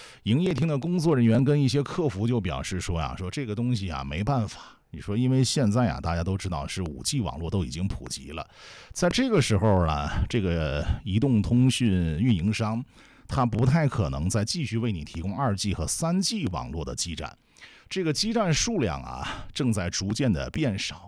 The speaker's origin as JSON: {"language": "Chinese", "country": "China", "said": "因为我们中国人口太多了"}